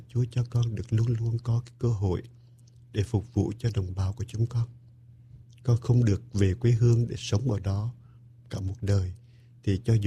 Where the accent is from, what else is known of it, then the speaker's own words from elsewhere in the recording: Da Nang, Vietnam; moved away as an adult; Mình lớn lên quê hương, mình sinh ở Đà Nẵng và không biết hát tiếng Quảng giống như là … đâu, nhưng mà quê hương của mình mãi ở trong con tim của mình, cho dù mình xa từ năm 1975.